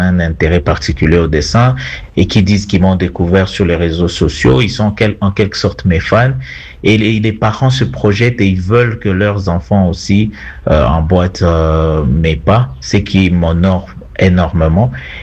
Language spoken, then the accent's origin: French; Bukavu, South Kivu, DR Congo; je suis en train de participer à une œuvre de cette envergure pour le bien de l'environnement de ma ville natale